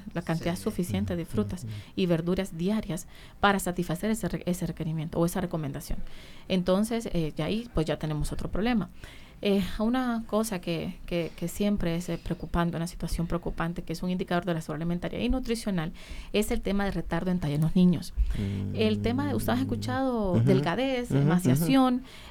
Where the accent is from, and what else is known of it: Honduras